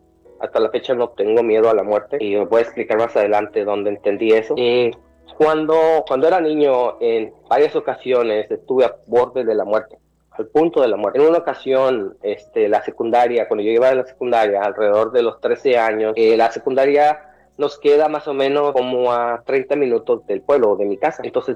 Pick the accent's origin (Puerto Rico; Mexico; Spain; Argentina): Mexico; Ocareo, Michoacán; moved away as an adult; now in Atlanta, United States; Estoy transmitiendo desde Atlanta, Georgia. Nací en México, en un pequeño pueblo que se llama Ocareo, Michoacán. Tengo 25 años en este país. Regresé muy joven, me vine muy joven de México.